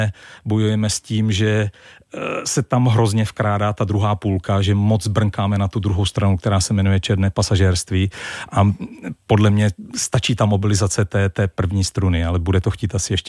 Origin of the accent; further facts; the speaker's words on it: Zlín, Zlín Region, Czechia; jako Zlíňák si pamatuju to Baťovo heslo, buď práci čest.